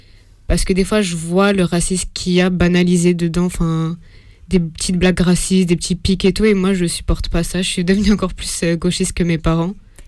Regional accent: Saint-Denis, Île-de-France, France; born there; also born or lived in Paris; je suis née à Saint-Denis. Enfin, je suis née à Paris, après je suis allée à Saint-Denis.

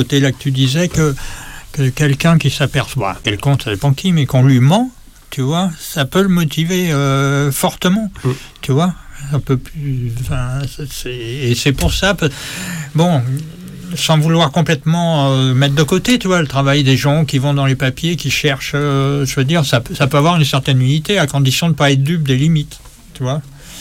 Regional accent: Nouvelle-Aquitaine, France; y compris même chez moi dans le Limousin, puisque on était là-bas quand on allait chercher de l'uranium avant d'aller voir en Afrique.

